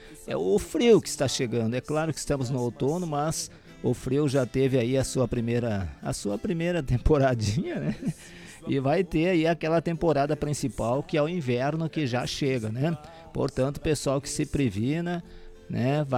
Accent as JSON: {"language": "Portuguese", "country": "Brazil"}